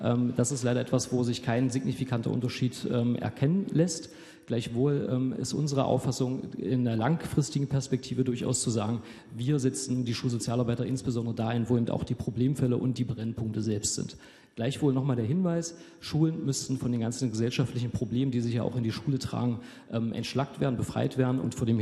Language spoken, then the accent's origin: German; Saxony-Anhalt, Germany; Ich komme ja aus dem Jerichoer Land